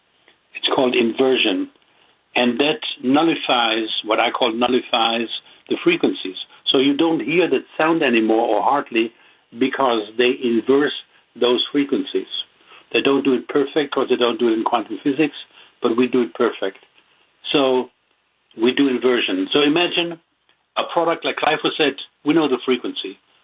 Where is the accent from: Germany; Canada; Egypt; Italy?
Germany; accent: strong German; English is a second language; moved away as an adult; now in United States; with my strong German accent. I came to the United States as an adult, so I didn't live here all my life. I moved to the United States 25 years ago